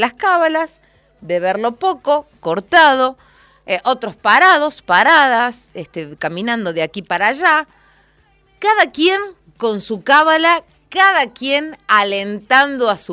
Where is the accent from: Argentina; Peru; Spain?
Argentina; así somos los argentinos.